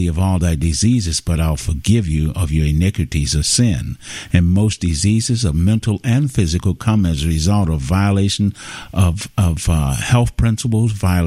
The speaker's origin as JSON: {"language": "English", "town": "Chicago", "region": "Illinois", "country": "United States", "tie": "born or raised there", "said": "I grew up in Chicago in the projects"}